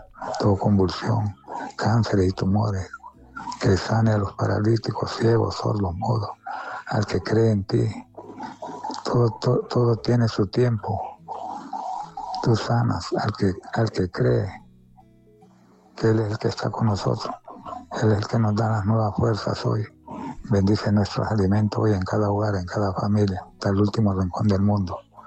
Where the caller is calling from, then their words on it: Honduras; Del barrio de La Cabaña.